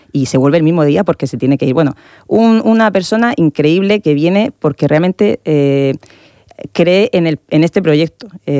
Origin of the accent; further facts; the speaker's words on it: Region of Murcia, Spain; que nosotros tenemos mucho que decir también como murcianas